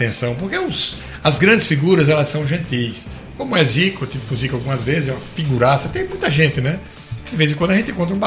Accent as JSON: {"language": "Portuguese", "town": "Natal", "region": "Rio Grande do Norte", "country": "Brazil", "said": "eu sou de Natal"}